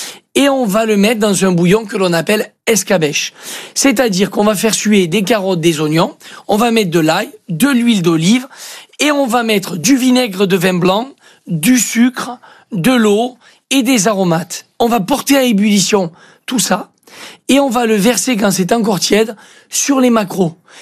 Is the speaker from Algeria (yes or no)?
no; Switzerland; Moi non plus, oui, mais parce que moi, vous savez, moi je suis suisse.